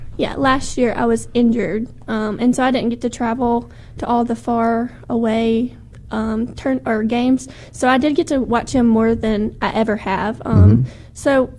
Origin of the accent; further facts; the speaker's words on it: Union County, Mississippi, United States; I'm from Union County